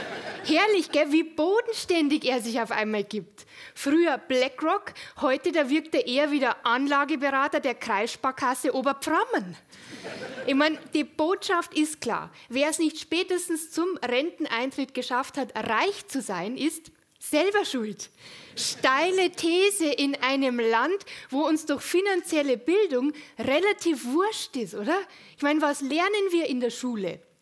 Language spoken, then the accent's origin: German; Munich, Bavaria, Germany; Ja, hallo Berlin. Ich freue mich sehr, dass ich heute da sein darf. Ich komme aus München.